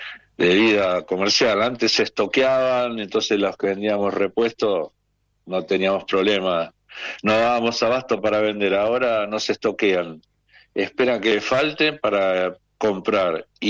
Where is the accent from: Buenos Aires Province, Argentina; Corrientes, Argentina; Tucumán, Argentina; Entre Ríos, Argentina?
Buenos Aires Province, Argentina; Quilmes; now in Comodoro Rivadavia, Argentina; En Quilmes, yo nací en El Dorado, en el barrio El Dorado, Quilmes Oeste.